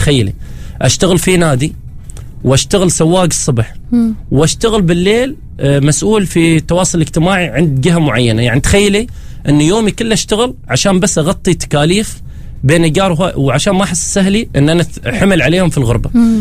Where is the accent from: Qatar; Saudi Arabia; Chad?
Qatar; also born or lived in Oman; انا الوحيد اللي كنت مواليد عمان. يعني انا ولدت في عمان، من بعد ما انولدت في عمان عشت فيها فتره بسيطه، انتقلت مع الوالد، والد كان يشتغل في الخليج، ففتره من فترات هو راح قطر ورحت معاه